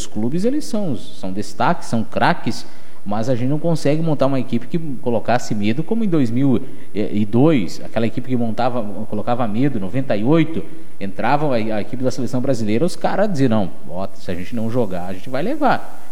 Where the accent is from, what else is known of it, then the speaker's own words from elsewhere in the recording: Brazil; eu como brasileiro